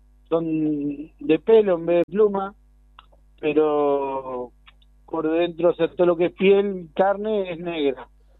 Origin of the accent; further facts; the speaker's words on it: General Lavalle, Buenos Aires Province, Argentina; De Pavón de General Lavalle.